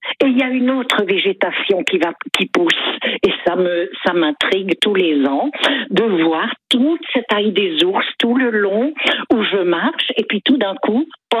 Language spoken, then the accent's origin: French; Hégenheim, Grand Est, France; Je ne viens pas de Mulhouse, je viens d'Eggenheim.